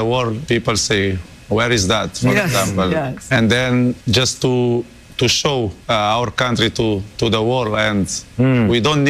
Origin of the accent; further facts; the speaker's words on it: Cape Verde; we are African, we are Cape Verdean